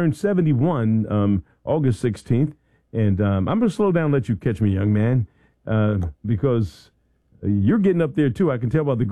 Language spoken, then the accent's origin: English; Philadelphia, Pennsylvania, United States; Hey, you know, I'm from Philadelphia. Had to modify myself and get down here and talk like the country folks did.